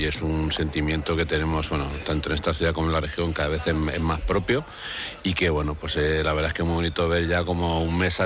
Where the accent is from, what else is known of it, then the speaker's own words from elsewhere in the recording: Albacete, Castilla-La Mancha, Spain; Y los que somos de Albacete, pues solo tenemos la de la Feria de Albacete, claro.